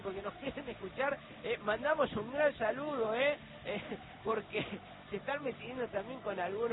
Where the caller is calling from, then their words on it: San Miguel de Tucumán, Tucumán, Argentina; de San Miguel de Tucumán